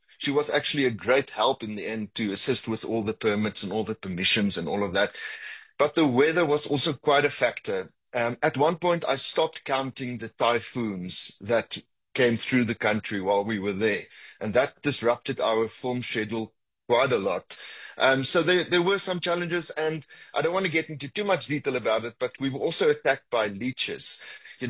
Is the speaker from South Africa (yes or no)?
yes; South Africa; the perspective we grew up with in South Africa